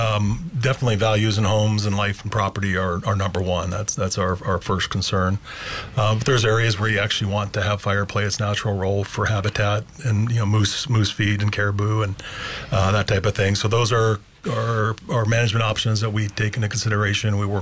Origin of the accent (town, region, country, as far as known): Anchorage, Alaska, United States; born or raised there